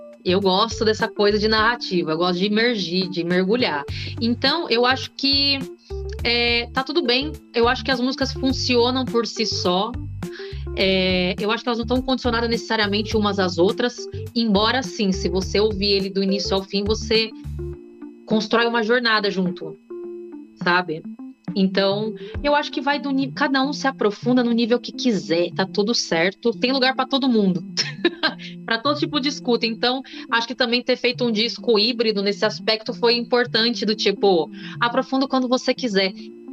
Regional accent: Jundiaí, São Paulo, Brazil; Sesc Jundiaí, que é a minha cidade natal

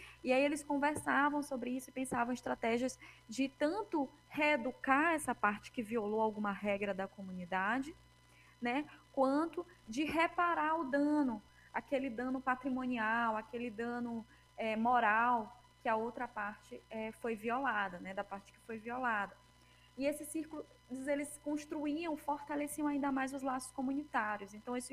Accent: Maranhão, Brazil; now in Recife, Brazil; Eu sou maranhense, esqueci de nomear isso no começo, mas o meu território é o Maranhão.

